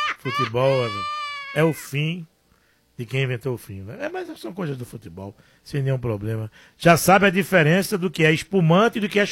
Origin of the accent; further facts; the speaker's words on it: Pernambuco, Brazil; Eu não sou do Rio, eu sou daqui, amigo. Eu sou pernambucano da Gema.